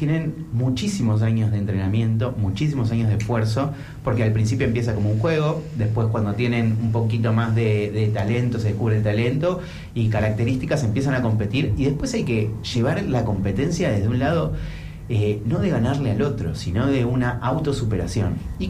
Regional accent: Argentina; moved away as an adult; now in Trelew, Argentina; Yo soy de Buenos Aires

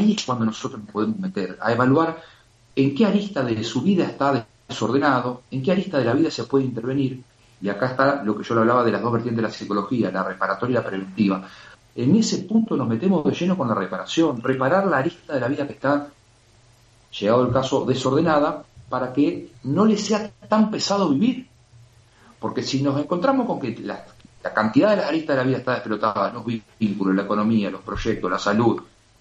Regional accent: Concepción del Uruguay, Entre Ríos, Argentina; Nosotros somos de Concepción del Uruguay

